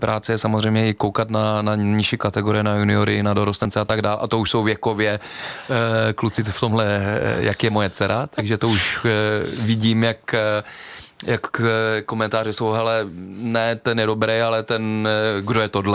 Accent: Třebíč, Vysočina Region, Czechia; já jsem byl na Kladně, já pocházím z Třebíče

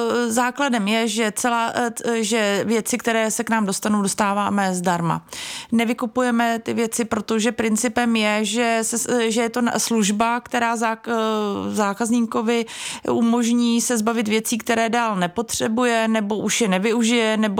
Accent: České Budějovice, South Bohemian Region, Czechia; najednou mi přišlo zajímavější budovat nebo přinést do Českých Budějovic, což je moje rodné město, službu nebo nabídku věcí

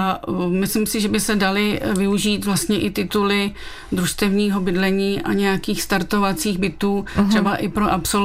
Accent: Liberec, Liberec Region, Czechia; Narodila jsem se v Liberci a jsem vlastně pátá generace … a žijeme tady v Liberci v Ruprechticích od roku 1850.

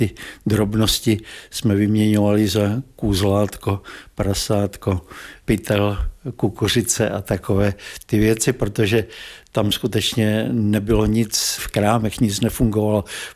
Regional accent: Vysoké Mýto, Pardubice Region, Czechia; born there; Já jsem se narodil tady ve Vysokém Mýtě v roce 1943 v době druhé světové války

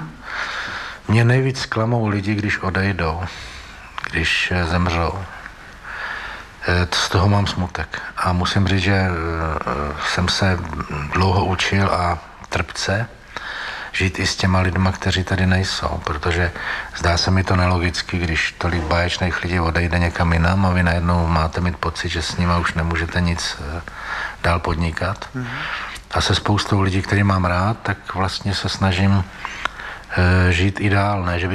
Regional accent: Holice, Pardubice Region, Czechia; born there; Já jsem se narodil v Holicích v Čechách, tam je krásný kostel.

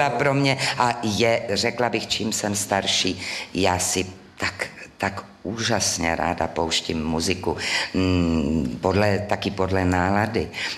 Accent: Zlín Region, Czechia; moved away; já jsem venkovský děvče. Já pocházím opravdu z Valašských Pasek

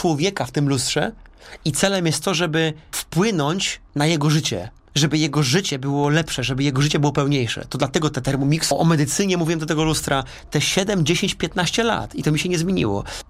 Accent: southern Poland, Poland; To znaczy, ja jestem z południa Polski, ale jeżdżę przez całą Polskę

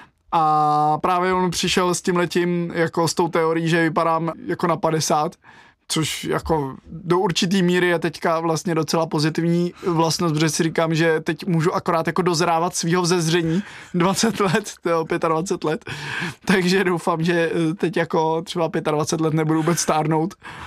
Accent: Hradec Králové, Hradec Králové Region, Czechia; vlastně až třeba v 16 nebo 17 letech jsem začal chodit na hodiny klavíru k úplně úžasnému jazzmanovi u nás v Hradci

